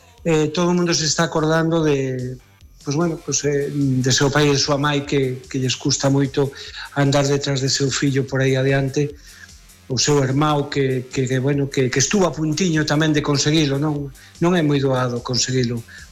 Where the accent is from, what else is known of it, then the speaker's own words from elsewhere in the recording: Galicia, Spain; Eu en principio, como galego, por supuesto que prefiro que o Celta B quede de segundo.